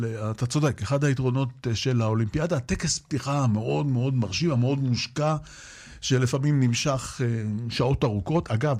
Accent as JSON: {"language": "Hebrew", "town": "Jaffa", "region": "Tel Aviv District", "country": "Israel", "tie": "born or raised there", "said": "אבל אני גדלתי על ספורט. גדלתי על ספורט גם ביפו וגם באהבה האישית שלי."}